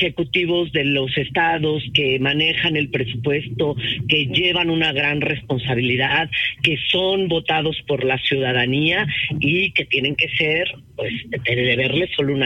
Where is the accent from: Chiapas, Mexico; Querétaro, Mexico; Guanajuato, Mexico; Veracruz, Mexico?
Querétaro, Mexico; gobernar Querétaro, de donde yo soy